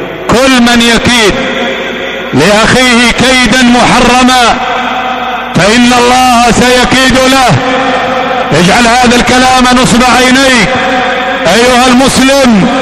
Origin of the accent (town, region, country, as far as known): Yemen